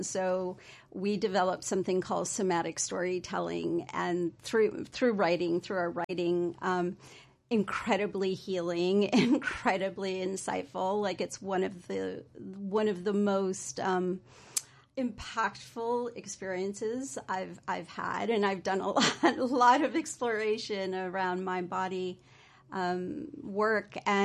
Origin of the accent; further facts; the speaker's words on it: Honduras; moved away; So I think an important part of my path has been that I'm an immigrant from Honduras, and I grew up with a certain, I would say, indigenous somatics, as well as like dream work and just connection to nature.